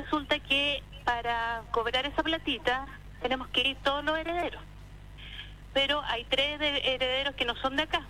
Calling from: Talcahuano, Biobío, Chile; Medio Camino Talcahuano

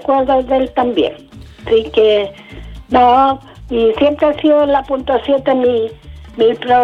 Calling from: Hualpén, Biobío, Chile; Yo estoy llamando acá de Hualpén.

